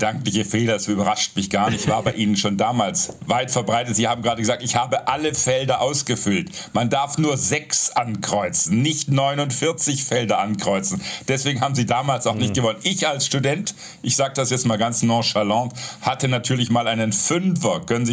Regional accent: Swabia, Germany; als Schwabe

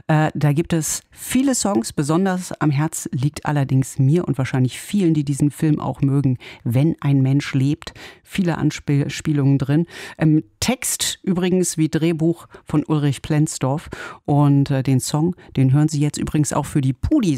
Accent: Lower Saxony, Germany; In dieser Zeit allerdings weit entfernt vom Ammerland, wo ich aufgewachsen bin

